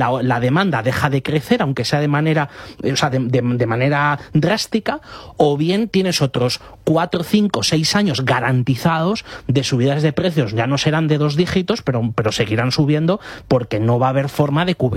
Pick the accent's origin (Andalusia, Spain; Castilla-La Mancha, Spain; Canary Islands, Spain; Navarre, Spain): Castilla-La Mancha, Spain; o también incluso el de mi tierra, de Castilla-La Mancha.